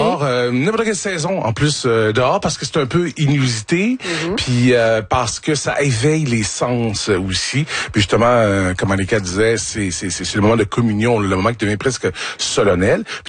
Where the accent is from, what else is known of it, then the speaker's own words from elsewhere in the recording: Sainte-Thècle, Quebec, Canada; Moi, j'étais à Sainte-Tec dans un petit village de 3000 habitants.